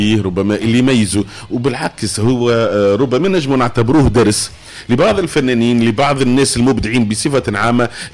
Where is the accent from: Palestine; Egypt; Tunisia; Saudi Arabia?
Tunisia